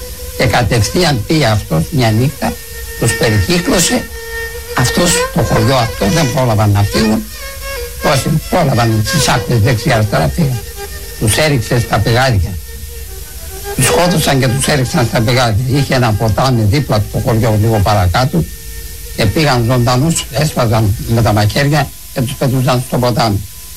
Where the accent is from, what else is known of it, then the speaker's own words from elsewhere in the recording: Borogia, Greece; στο χωριό μου εδώ στα Μπορόγια, από αυτούς άλλοι σφαγμένοι, άλλοι μαχαιριές, άλλοι